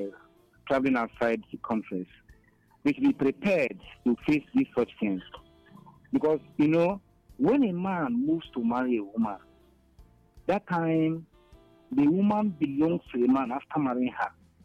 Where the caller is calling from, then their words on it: Enugu, Enugu State, Nigeria; I'm calling from Enugu.